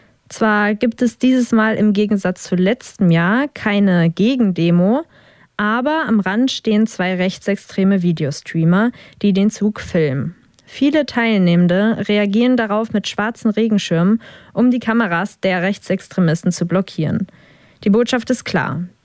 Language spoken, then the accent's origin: German; Khabarovsk, Khabarovsk Krai, Russia; Wir kommen eigentlich ursprünglich aus Khabarovsk.